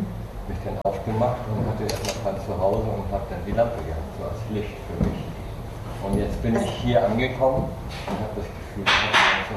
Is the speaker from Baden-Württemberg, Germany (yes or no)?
no; Hamburg, Germany; Genau. Ich komme ja eigentlich aus Hamburg.